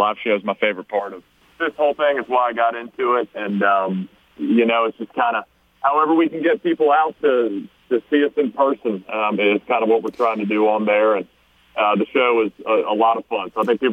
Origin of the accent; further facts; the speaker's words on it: North Carolina, United States; now in Nashville, United States; Yes, I'm from North Carolina. Born and raised, live in Nashville now, and been playing music since the eighth grade.